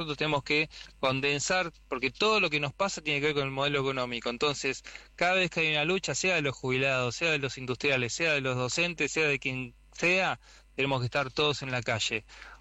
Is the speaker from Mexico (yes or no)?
no; Argentina; nosotros como argentinos